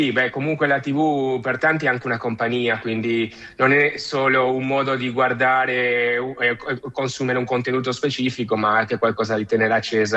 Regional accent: Buenos Aires, Argentina; moved away as an adult; also born or lived in Genoa, Italy; Sono originario di Genova, ma sono partito da bambino quando avevo più o meno 3 anni e verso Sud America. Ho vissuto quasi tutta la mia vita in Argentina, a Buenos Aires, dove ci sono anche tanti liguri

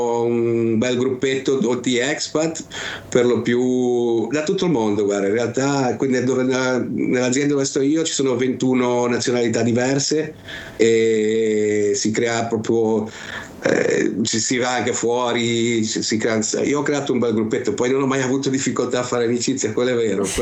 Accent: Genoa, Liguria, Italy; now in United Arab Emirates; quando torno a casa sulla sopraelevata, sai, non, la sensazione è soltanto quella di essere a casa

